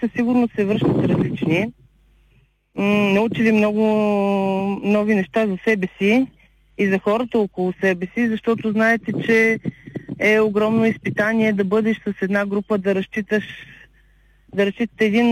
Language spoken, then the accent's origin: Bulgarian; Plovdiv, Plovdiv Province, Bulgaria; И единствените участници от Пловдив сме ние, хуманитарната гимназия и нашата група.